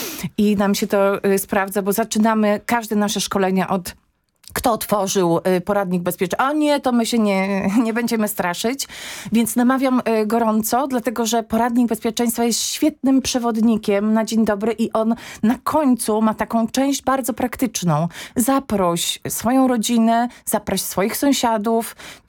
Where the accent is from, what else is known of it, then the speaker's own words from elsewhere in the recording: Gdańsk, Pomeranian Voivodeship, Poland; Ja jestem z Gdańska